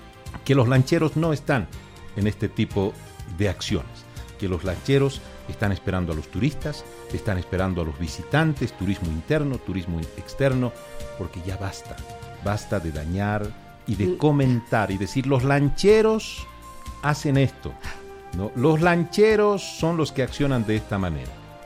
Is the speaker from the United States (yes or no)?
no; Bolivia; Somos bolivianos.